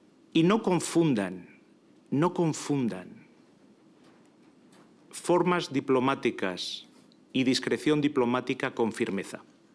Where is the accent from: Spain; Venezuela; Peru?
Spain